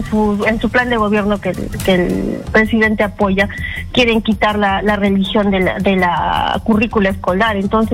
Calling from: Puerto Maldonado, Madre de Dios, Peru; De Puerto Maldonado.

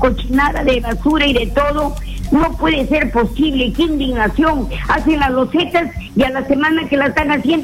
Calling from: Piura, Peru

